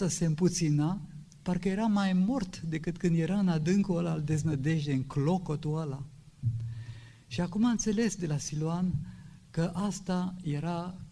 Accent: Romania; O zic ca un român, nu ca un judecător al românilor.

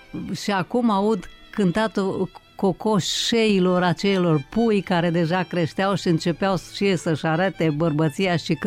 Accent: Ocnița, Romania; moved away; Eu sunt tot timpul acolo la Ocnița. Întotdeauna am fost acolo, chiar dacă anii și timpul m-au depărtat de satul meu natal, m-am gândit cu drag la satul meu natal

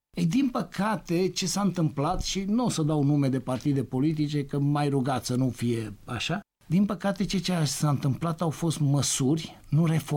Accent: Romania; Nu pot să-mi spui ca român, ca om să fiu de acord cu tine.

